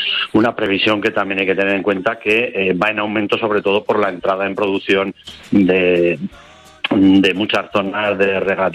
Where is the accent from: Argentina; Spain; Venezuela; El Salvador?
Spain; Cadrete, Aragon; hoy estoy aquí en mi pueblo, en Cadrete, al lado de Zaragoza.